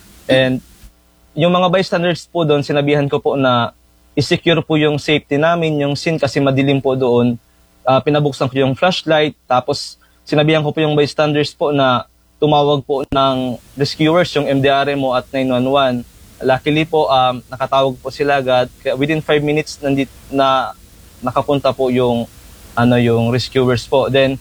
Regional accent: Bulan, Bicol Region, Philippines; agad na po ako na umuwi sa amin sa bayan namin sa Bulan, Sorsogon, which is 54 kilometers away from

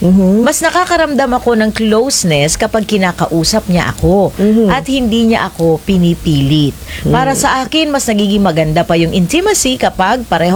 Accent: Bicol Region, Philippines; yung sabi sa amin sa Bicol

